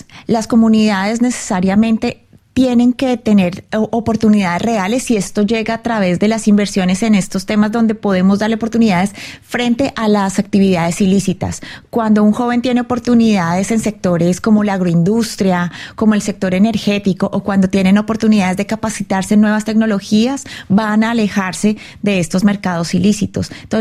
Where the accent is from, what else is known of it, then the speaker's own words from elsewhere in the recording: Colombia; nos duelen como colombianos